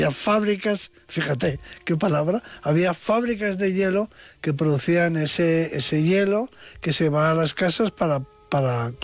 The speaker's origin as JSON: {"language": "Spanish", "town": "Bilbao", "region": "Basque Country", "country": "Spain", "tie": "born or raised there", "said": "pero yo todavía he conocido de niño, en mi casa, en Bilbao, por ejemplo, no había frigoríficos, sino que había neveras"}